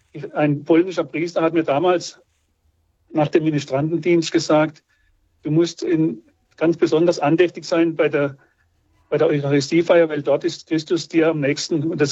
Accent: Freiburg, Baden-Württemberg, Germany; Ja, ich stamme ja aus der Nähe von Freiburg und wir haben da eine wunderschöne Marienkapelle, Maria zum guten Rat.

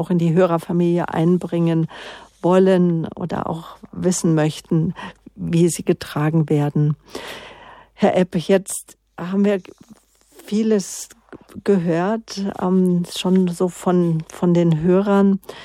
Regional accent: Munich, Bavaria, Germany; Ja, genau, wenn ich mal wieder hinkomme hier als Münchner.

